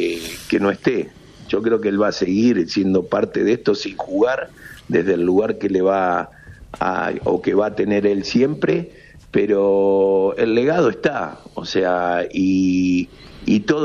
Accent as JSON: {"language": "Spanish", "country": "Argentina", "said": "como argentino uno tiene que estar orgulloso."}